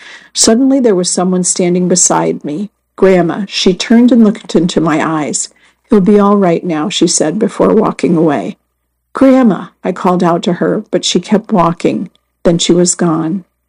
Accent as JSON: {"language": "English", "region": "England", "country": "United Kingdom", "tie": "born or raised there", "said": "All of that can be found in the history books I read as a child growing up in England."}